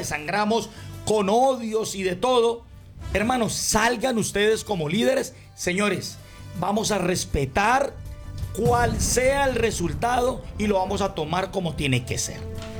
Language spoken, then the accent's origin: Spanish; Colombia; Yo como colombiano, que aspiro que este país ya respire tranquilidad